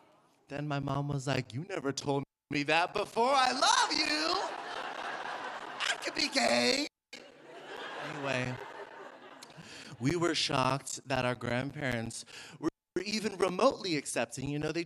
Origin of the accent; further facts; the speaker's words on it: California, United States; I grew up in the Bay Area, so parents were liberal.